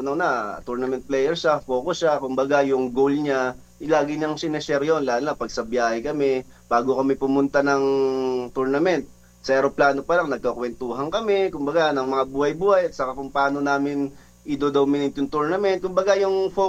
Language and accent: Tagalog; Las Piñas, Metro Manila, Philippines; now in Quezon City, Philippines; 33 years old na po. Taga Las Piñas talaga ako, tubong Las Piñas ako. Pero dito ako ngayon naninirahan sa Quezon City.